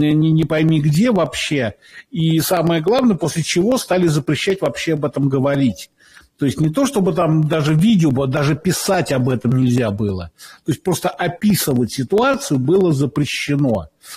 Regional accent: Moscow, Russia; Я сам из Москвы, поэтому мне не то, чтобы было больно на это смотреть

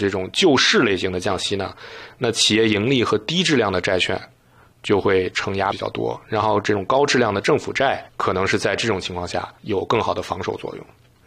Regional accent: Canada; 咱们加拿大人

